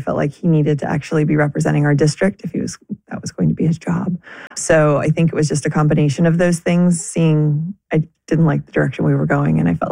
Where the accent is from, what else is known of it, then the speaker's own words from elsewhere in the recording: Villa Hills, Kentucky, United States; I am a lifelong Northern Kentuckian, born and raised in Villa Hills. I live in Erlanger.